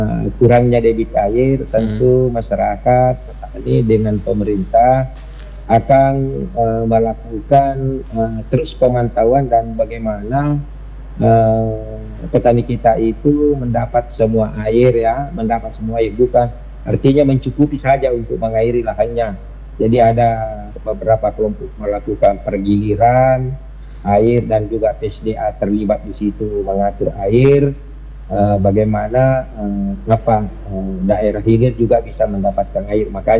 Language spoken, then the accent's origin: Indonesian; South Sulawesi, Indonesia; Karena kalau mau diistilahkan di apa, di khususnya di daerah saya Pinderan, itu kan hanya ada dua musim.